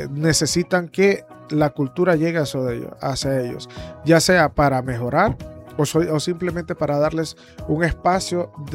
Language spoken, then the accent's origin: Spanish; Honduras